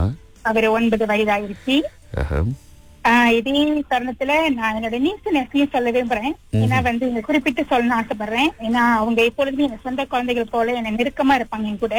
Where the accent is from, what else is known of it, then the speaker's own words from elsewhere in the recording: Damansara, Selangor, Malaysia; நான் வந்து ஒரிஜினலி டமன்ஷாரா.